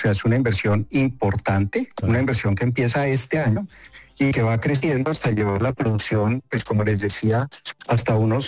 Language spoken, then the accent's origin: Spanish; Colombia